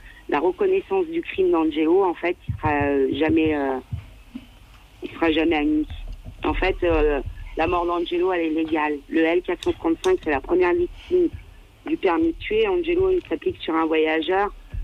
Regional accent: France; en tant que voyageur, et pourtant qu'on est français.

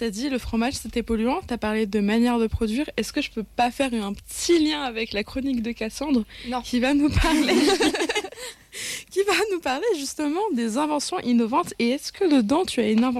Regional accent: Bourgogne-Franche-Comté, France; je viens de Franche-Comté

